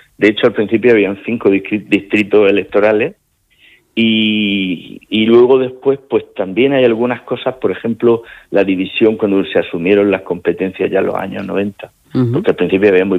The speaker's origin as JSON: {"language": "Spanish", "region": "Region of Murcia", "country": "Spain", "said": "Nosotros somos castellanos posiblemente por política, porque caímos en la parte castellana. Pero luego después, pues como tuvimos repoblaciones valencianas, catalanas, occitanas, de muchos sitios"}